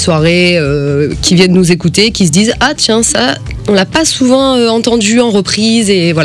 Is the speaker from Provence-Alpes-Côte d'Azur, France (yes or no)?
yes; Marseille, Provence-Alpes-Côte d'Azur, France; je suis marseillaise